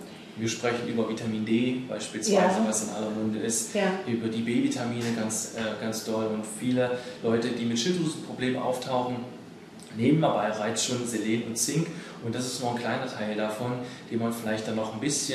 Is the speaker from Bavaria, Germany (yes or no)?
no; Halle, Saxony-Anhalt, Germany; Ich komme aus Halle und hatte halt in dem Umkreis geschaut